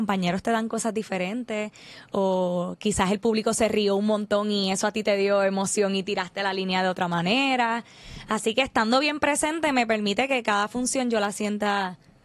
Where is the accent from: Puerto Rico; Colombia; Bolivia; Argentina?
Puerto Rico; Barranquitas; Y yo soy de Barranquitas, nacida y criada.